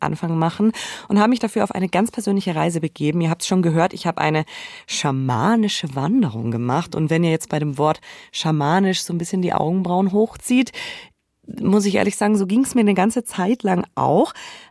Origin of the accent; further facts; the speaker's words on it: Bavaria, Germany; Heiligabend in meiner Heimat, dem Allgäu.